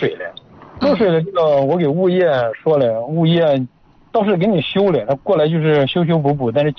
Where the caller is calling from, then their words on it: China; 我是空港的。